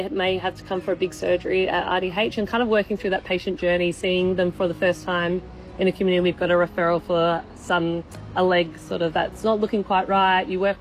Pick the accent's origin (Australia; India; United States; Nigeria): Australia; Perth, Western Australia; now in Darwin, Australia; From Perth originally, but yeah, started my physio career in the Pilbara.